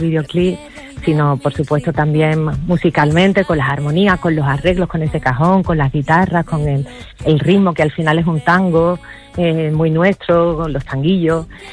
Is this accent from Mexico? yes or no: no; Cádiz, Andalusia, Spain; yo nací en La Viña, que es uno de los barrios más míticos de Cádiz, y me he criado toda mi vida en el Teatro Falla, en la plazoleta.